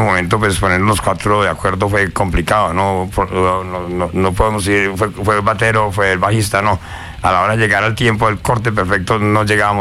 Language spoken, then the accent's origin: Spanish; Pereira, Risaralda, Colombia; Por eso estoy acá en Pereira, por eso la familia, pues todo el tiempo crecimos en Pereira.